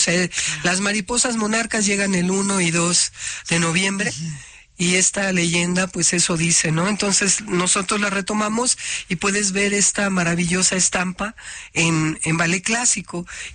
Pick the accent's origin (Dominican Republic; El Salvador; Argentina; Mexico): Mexico; born there; los mexicanos son todos aquellos que aman el país, 100%, ¿no? No solamente los que nacemos aquí.